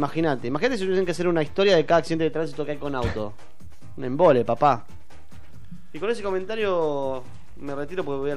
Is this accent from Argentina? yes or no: yes; Buenos Aires, Argentina; yo como porteño